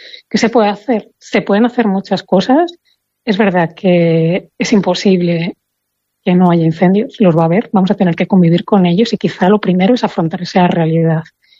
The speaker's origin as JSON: {"language": "Spanish", "area": "Tiétar Valley", "region": "Castile and León", "country": "Spain", "said": "yo soy del Valle del Tietar"}